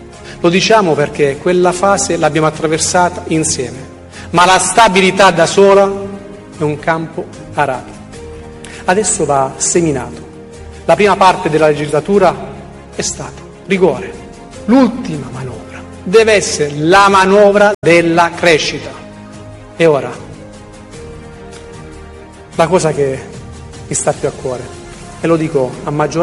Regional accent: Basilicata, Italy; Sant'Arcangelo in Basilicata, nella mia terra

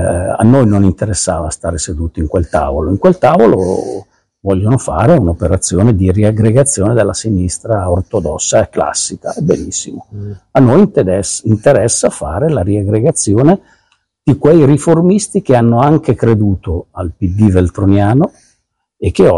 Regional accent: Piedmont, Italy; No, ma sai, io vengo dalla Val d'Ossola, quindi ho i miei limiti oggettivi e geografici.

